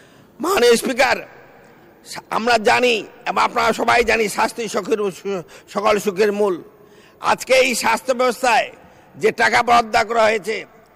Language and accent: Bangla; North Bengal, Bangladesh; আমার বাড়িও যদিও দক্ষিণবঙ্গে না উত্তরবঙ্গে, আমরা উত্তরবঙ্গের লোক